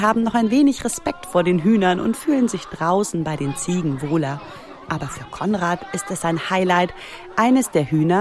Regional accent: Bavaria, Germany; accent: Franconian rolled R; moved away; Ich komme nämlich gebürtig aus Mittelfranken in Bayern

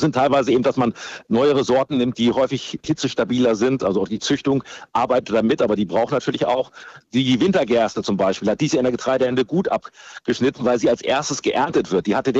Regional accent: Lower Saxony, Germany; Also ich komme aus Ostniedersachsen.

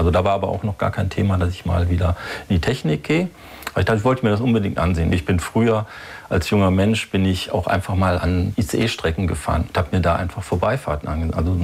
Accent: North Rhine-Westphalia, Germany; moved away as an adult; now in Grafeld, Germany; Wir kommen aus dem Ruhrgebiet, meine Frau und ich. Ich habe in Bochum studiert, Sozialpädagogik. Und das hatte sich dann irgendwann mal ergeben, dass wir hier aufs Land ziehen können.

